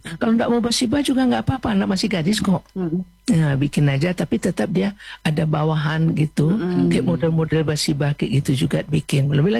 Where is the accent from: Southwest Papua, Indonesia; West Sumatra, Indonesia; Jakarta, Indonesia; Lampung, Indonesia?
West Sumatra, Indonesia; Kalau kita Minang nggak pakai batik di bawah, pakai kain gitu dia.